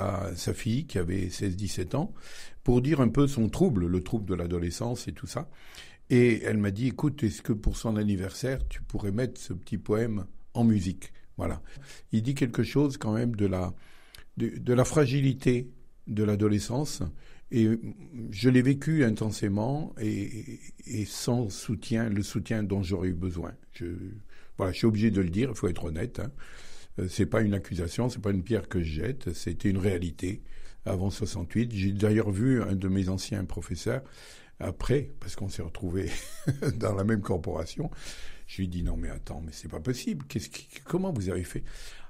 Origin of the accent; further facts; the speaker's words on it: Bathernay, Auvergne-Rhône-Alpes, France; born there; je suis né à Batternay, je suis un petit village du nord de Rome.